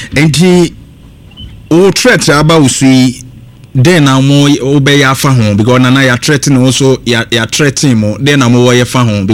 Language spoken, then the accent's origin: English; Ghana; That's very sad and it gets me worried as a Ghanaian.